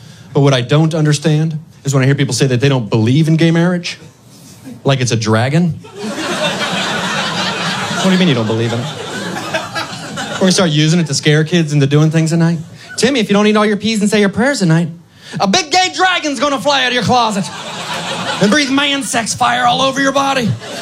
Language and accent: English; Honolulu, Hawaii, United States; I come from Honolulu.